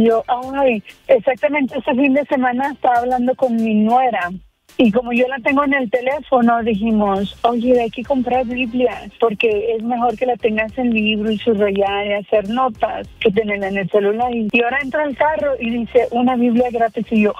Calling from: Albuquerque, New Mexico, United States; Escucho de Albuquerque, New Mexico.

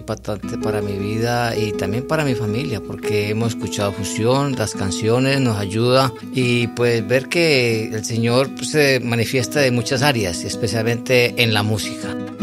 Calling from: Colombia; incluyendo nosotros también los colombianos

